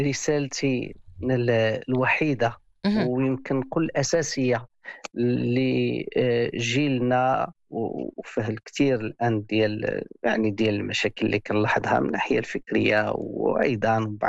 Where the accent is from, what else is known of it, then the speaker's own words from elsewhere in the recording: Morocco; بأننا نحن المغاربة